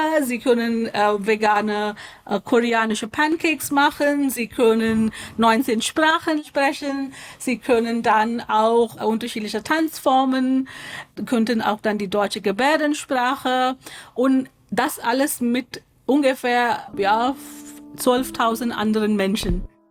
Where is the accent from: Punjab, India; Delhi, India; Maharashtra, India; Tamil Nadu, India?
Maharashtra, India; Mumbai; moved away; Ich bin in Mumbai aufgewachsen, Ende 80er, Anfang 90er.